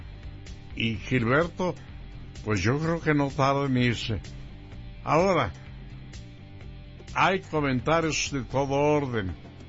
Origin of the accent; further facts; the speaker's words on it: Zamora, Michoacán, Mexico; moved away; mi tierra, en Zamora, Michoacán